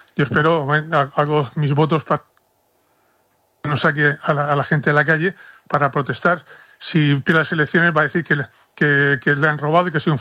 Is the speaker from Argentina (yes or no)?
no; Spain